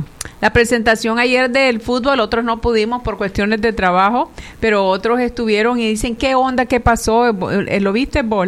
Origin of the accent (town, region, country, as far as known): Nicaragua